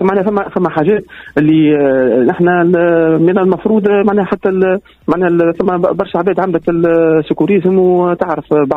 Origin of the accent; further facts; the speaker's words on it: Tunisia; نحن عندنا في تونس